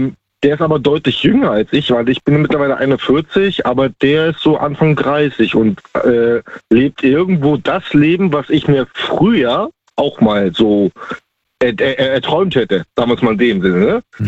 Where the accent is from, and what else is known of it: Germany